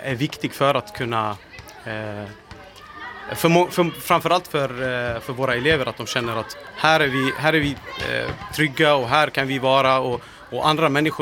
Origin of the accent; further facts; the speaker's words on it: Dalarna County, Sweden; now in Malmö, Sweden; jag är egentligen inte ens från Rosengård, jag är från Dalarna från början.